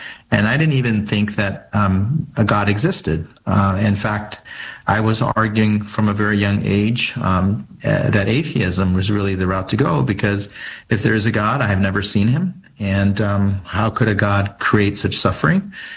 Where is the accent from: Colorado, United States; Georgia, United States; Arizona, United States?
Arizona, United States; born or raised there